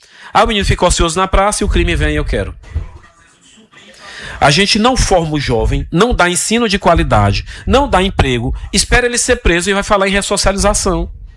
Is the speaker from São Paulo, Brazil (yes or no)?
no; Teresina, Piauí, Brazil; Eu fui criado na Macaúba para a Vila da Paz, aqui em Teresina. 2 bairros simples.